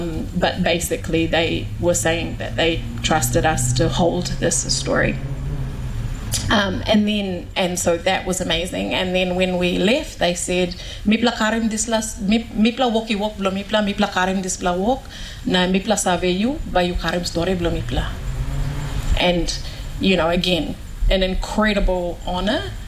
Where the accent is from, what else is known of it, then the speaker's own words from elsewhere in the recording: East New Britain, Papua New Guinea; I'm from East New Britain, and we are matriarchal land passes through women, all traditional land.